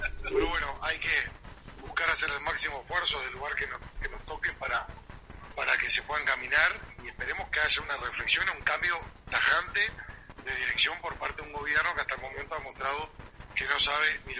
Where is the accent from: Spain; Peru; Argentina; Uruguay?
Uruguay